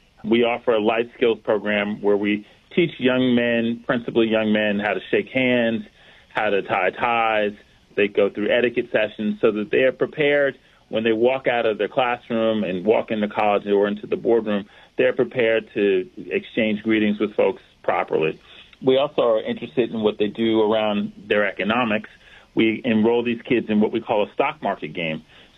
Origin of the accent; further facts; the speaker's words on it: New York City, New York, United States; being a New Yorker, having been here when 9/11 took place